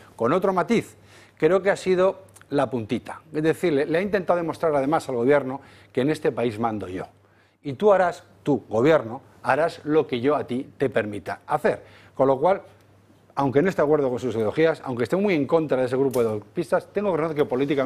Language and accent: Spanish; Basque Country, Spain; yo soy, como sabéis, soy vasco